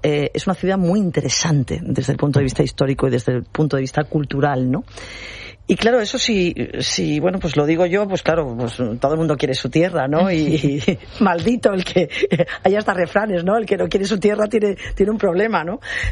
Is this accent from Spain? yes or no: yes; Ceuta, Spain; me alegro mucho de que tengas esa imagen mía de embajadora de Ceuta. No soy la única, somos muchos los ceutíes.